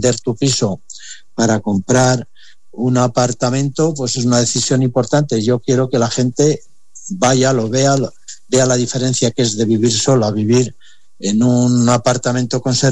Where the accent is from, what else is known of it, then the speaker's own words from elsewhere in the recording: Aranda de Duero, Castile and León, Spain; a mi pueblo, a Aranda de Duero